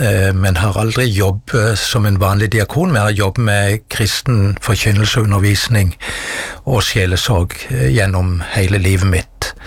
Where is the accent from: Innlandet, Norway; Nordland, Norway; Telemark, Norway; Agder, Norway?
Agder, Norway; Mandal; i Mandal der jeg vokste opp.